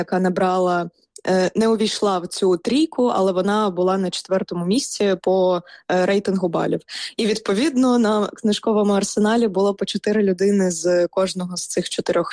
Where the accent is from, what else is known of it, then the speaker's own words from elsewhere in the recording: Crimea, Ukraine; now in Western Ukraine; І третій я написала «Я з Криму». У 14-му я переїхала на захід України.